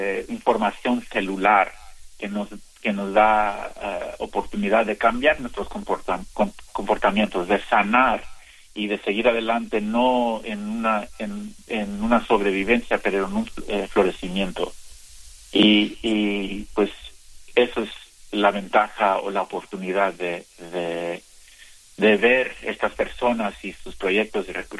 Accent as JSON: {"language": "Spanish", "country": "Mexico", "said": "siendo mexicano, siendo indígena del Valle Central"}